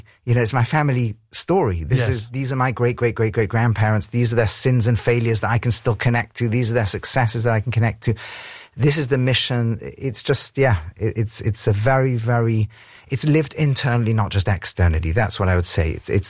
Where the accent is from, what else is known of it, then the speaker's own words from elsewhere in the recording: England, United Kingdom; now in Israel; I grew up in England, I studied Bible, and there were places in my mind, Israel, here it is.